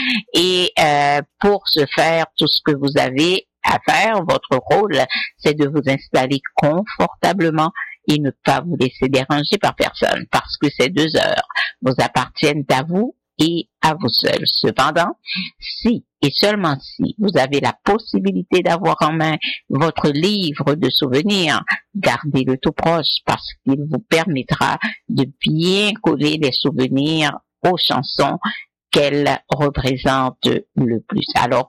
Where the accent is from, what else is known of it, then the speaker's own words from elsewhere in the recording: Miragoâne, Nippes, Haiti; je parle pour ma ville natale, Miragoâne, c'est peut-être la même chose pour les autres villes de province